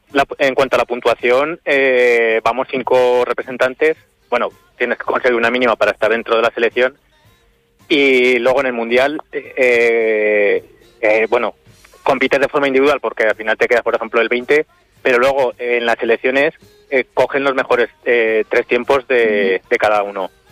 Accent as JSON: {"language": "Spanish", "town": "Teruel", "region": "Aragon", "country": "Spain", "said": "yo soy de Teruel"}